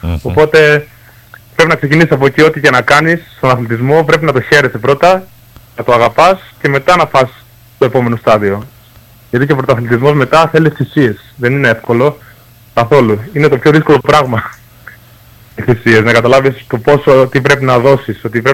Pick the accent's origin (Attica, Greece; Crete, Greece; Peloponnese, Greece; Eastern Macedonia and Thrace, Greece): Crete, Greece; Η Κρήτη είναι ο τόπος μου, εδώ μεγάλωσα, την αγαπάω πάρα πολύ.